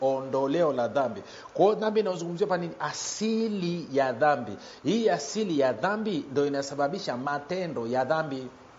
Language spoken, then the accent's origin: Swahili; Kilimanjaro, Tanzania; Kule kwetu Uchagani, sehemu moja Machame